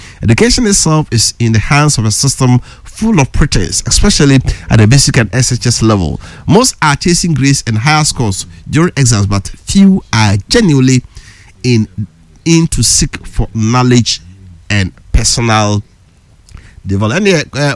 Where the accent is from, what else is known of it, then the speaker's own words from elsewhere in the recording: Bantama, Bono, Ghana; I'm okay from Bantama in the Sunny West District.